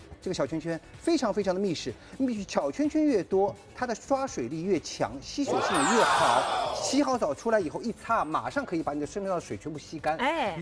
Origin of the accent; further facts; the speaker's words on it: Shanghai, China; 414作为一个中华老字号，也是作为我们上海人的骄傲